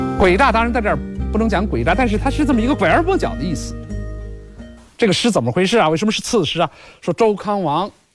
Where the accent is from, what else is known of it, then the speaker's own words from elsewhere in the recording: China; 我们中国人